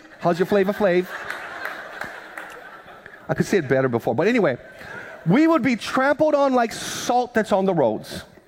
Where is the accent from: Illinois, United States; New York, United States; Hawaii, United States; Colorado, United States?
Hawaii, United States; Big Island; growing up on the Big Island, my Filipino grandma